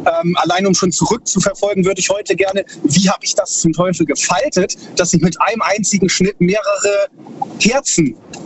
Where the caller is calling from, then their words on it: Baden-Württemberg, Germany; Ich bin aus zwischen Heidelberg und Karlsruhe.